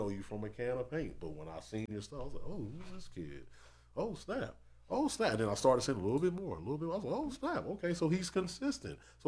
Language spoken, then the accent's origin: English; Texas, United States; born there; moved away as an adult; I moved away from Texas fresh out of high school, and when I came back